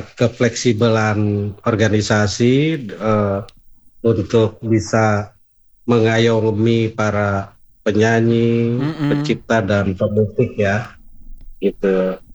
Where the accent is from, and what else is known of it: West Java, Indonesia; born or raised there; also born or lived in Ambon, Maluku